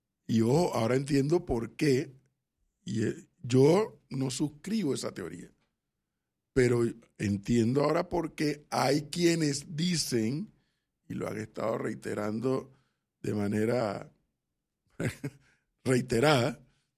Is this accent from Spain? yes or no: no; Panama